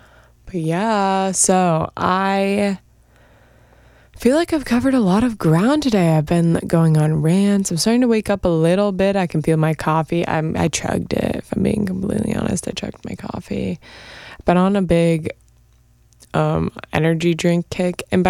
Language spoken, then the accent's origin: English; Maine, United States; moved away; I'm from Maine